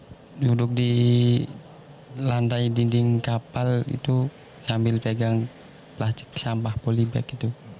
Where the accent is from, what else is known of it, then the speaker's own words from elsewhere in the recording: Tegal, Central Java, Indonesia; moved away as an adult; Asal dari Tegal ke Banjarmasin untuk kerja.